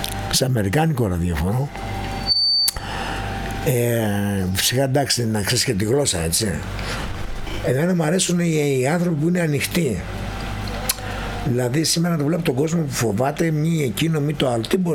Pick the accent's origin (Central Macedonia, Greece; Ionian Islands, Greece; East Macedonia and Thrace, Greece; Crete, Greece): Central Macedonia, Greece; Kalamaria; Εγώ ήμουν από τη Τσερικά στην Καλαμαριά